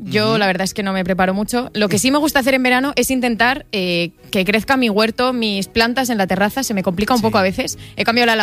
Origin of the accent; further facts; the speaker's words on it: Gabaldón, Castilla-La Mancha, Spain; Gabaldón, en Cuenca está.